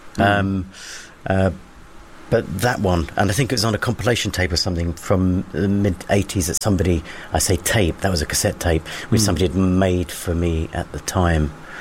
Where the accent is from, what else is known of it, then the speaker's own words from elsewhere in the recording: Chatham, South East England, United Kingdom; Grew up in Chatham, which is in Kent.